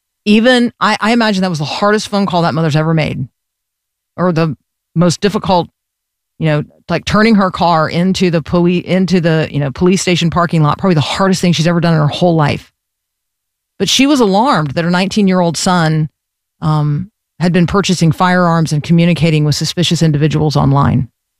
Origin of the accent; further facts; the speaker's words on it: Tampa, Florida, United States; the University of Central Florida, and I grew up in Tampa